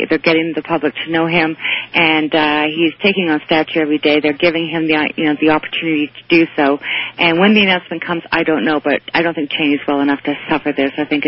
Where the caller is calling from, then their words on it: Toronto, Ontario, Canada; I'm calling from Toronto.